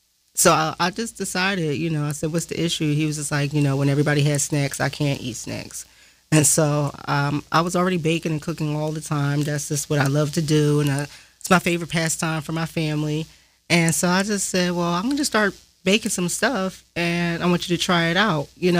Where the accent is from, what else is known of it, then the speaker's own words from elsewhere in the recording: Philadelphia, Pennsylvania, United States; born there; I was born here in Philadelphia, but I'm an Army brat. My dad is a sergeant in the Army, and so we traveled a lot.